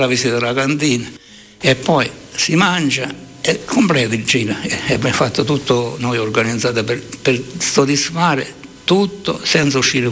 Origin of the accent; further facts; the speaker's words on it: Taurasi, Campania, Italy; Io sono nato qua a Taurasi e sono vissuto qua, stato qua, ho fatto tanto per Taurasi.